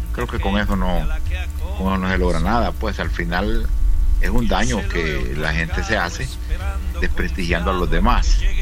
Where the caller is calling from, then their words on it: Honduras; yo como hondureño